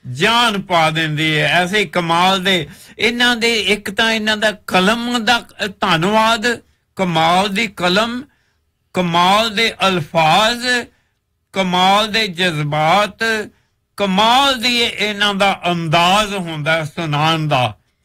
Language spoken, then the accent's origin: Punjabi; Ludhiana, Punjab, India; ਮੇਰਾ ਬਚਪਨ ਜੀ ਲੁਧਿਆਣੇ ਬੀਤਿਆ ਸੀ ਤੇ ਮੇਰੀਆਂ 6 ਭੈਣਾਂ ਨੇ ਤੇ ਅਸੀਂ 3 ਭਰਾ ਸੀ। ਸਾਰੇ ਇੱਕੋ ਵਿਹੜੇ ਵਿੱਚ ਰੌਣਕਾਂ ਲੱਗੀਆਂ ਹੁੰਦੀਆਂ ਸੀ।